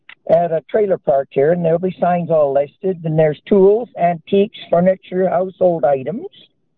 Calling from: Stonewall, Manitoba, Canada; Calling from Stonewall, Manitoba.

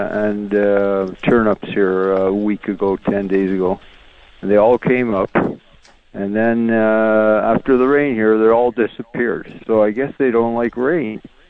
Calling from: Winnipeg, Manitoba, Canada; I'm calling from Winnipeg.

